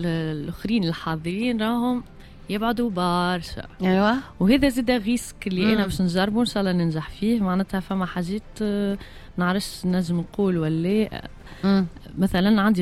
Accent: Tunisia; انا نغني تونسي ونحب نوصل صوتي بالتونسي ولذيك ليدونتيتي نتاعنا وانا نعتزن اني تونسيه

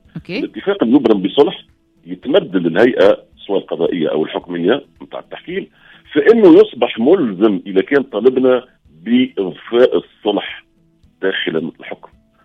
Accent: Tunisia; أنا مثلا تونسي

